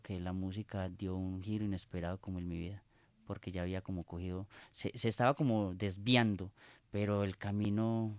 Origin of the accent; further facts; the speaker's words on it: Betulia, Antioquia, Colombia; born there; also born or lived in Medellín; now in Bello, Colombia; soy de Medellín. Llegué muy niño a Betulia, a Medellín. Soy de Betulia, suroeste antioqueño. Y emigré a la ciudad de Medellín por violencia de mi pueblo. Estaban los dos pueblos, Urrao, Betulia y Concordia en los conflictos armados. Entonces, obviamente, nos tocó salir del pueblo. Pero llegamos a Medellín.